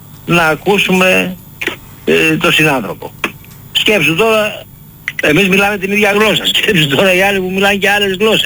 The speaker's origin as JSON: {"language": "Greek", "country": "Greece", "said": "όλοι μας έχουμε από λίγο ότι γεννηθήκαμε στην Ελλάδα"}